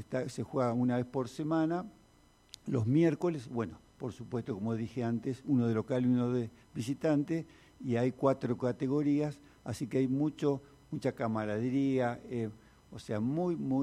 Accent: Cipolletti, Río Negro, Argentina; hablo de Cipolletti, por uno de cipolinio de toda la vida

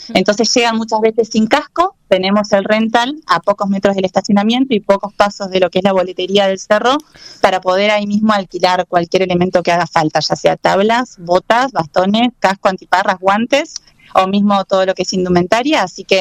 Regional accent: Esquel, Chubut, Argentina; yo nací y crecí en Esquel

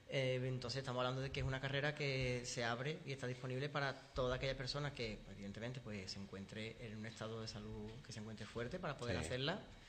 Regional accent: Sanlúcar de Barrameda, Andalusia, Spain; born there; also born or lived in El Puerto de Santa María; nací en el puerto de Santa María.

